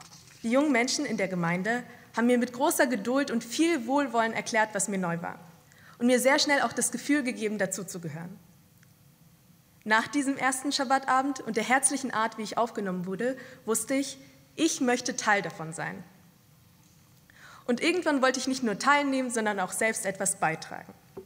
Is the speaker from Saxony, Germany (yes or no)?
yes; Saxony, Germany; wie viele unterschiedliche Veranstaltungen wir in diesem Jahr überall im Freistaat in meiner Heimat haben.